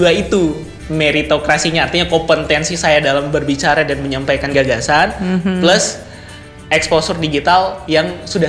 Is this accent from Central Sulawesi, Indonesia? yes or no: yes; Palu, Central Sulawesi, Indonesia; mereka tahu saya orang Palu.